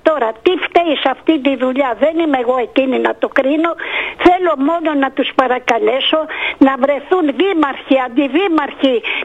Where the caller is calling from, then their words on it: Chios, North Aegean, Greece; Δεν είναι σωστό αυτό το πράγμα που γίνεται στο νησί μου. Το πέμπτο νησί στην Ελλάδα να μην έχει συγκοινωνίες.